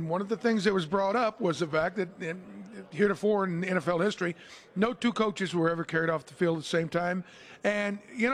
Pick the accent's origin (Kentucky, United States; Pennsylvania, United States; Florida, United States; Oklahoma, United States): Oklahoma, United States; born there; I was born in Oklahoma.